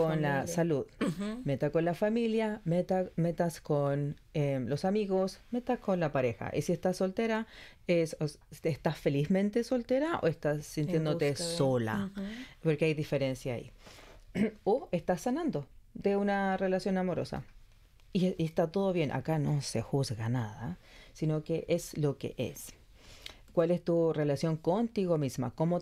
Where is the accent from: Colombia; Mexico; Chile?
Chile; Yo soy chilena, por tanto yo tenía que empezar a hablar un español más neutro.